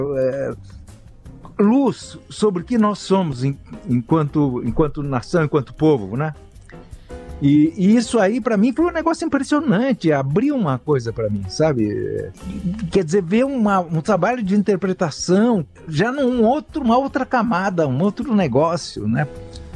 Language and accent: Portuguese; Brazil; Assim, para mim, abriu um outro universo de compreensão do que nós somos enquanto brasileiros.